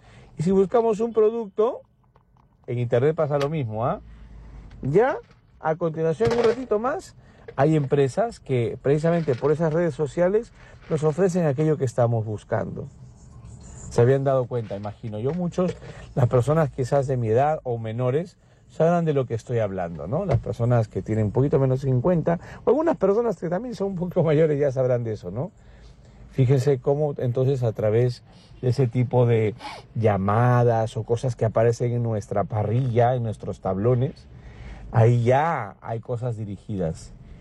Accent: Peru; mientras que, por ejemplo, en mi país, aquí en Perú, no habían

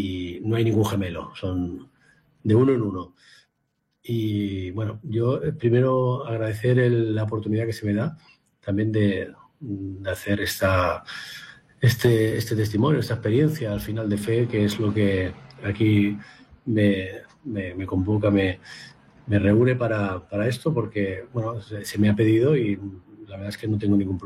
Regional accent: Barcelona, Catalonia, Spain; 42 años, ahora en octubre cumpliré 43 y soy de Barcelona

